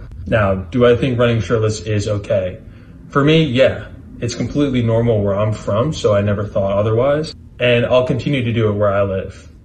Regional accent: New York City, New York, United States; I'm 26 and I'm from New York City.

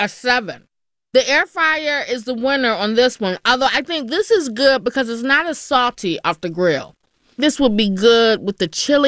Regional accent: North Carolina, United States; Okay, so for my hot dogs, I'm from North Carolina.

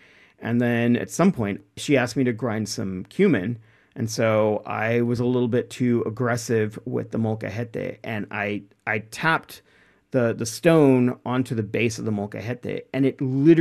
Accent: Texas, United States; You know, I grew up in Texas, and my father grew pecan trees and peach trees.

